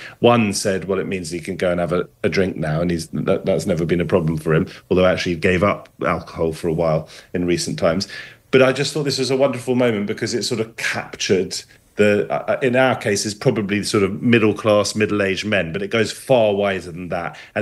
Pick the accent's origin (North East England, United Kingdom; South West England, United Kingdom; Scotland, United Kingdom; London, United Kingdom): London, United Kingdom; I'm from West London